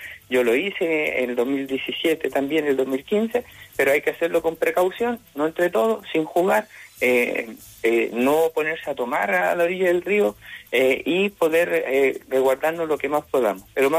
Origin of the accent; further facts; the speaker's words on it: Chile; now in Tierra Amarilla, Chile; y más como chileno y chilena, nosotros sabemos reponernos